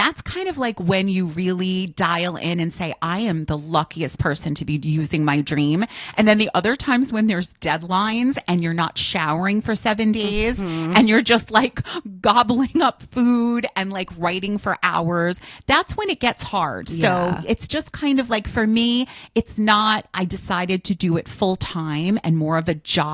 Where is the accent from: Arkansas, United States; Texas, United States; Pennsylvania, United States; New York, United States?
New York, United States; Hudson Valley; born or raised there; also born or lived in Queens, New York